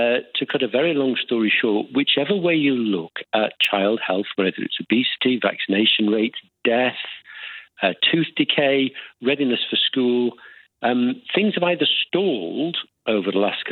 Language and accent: English; Aberdeen, Scotland, United Kingdom; So I'm from Aberdeen, so I think Scotland, you know, need to put some local context on this.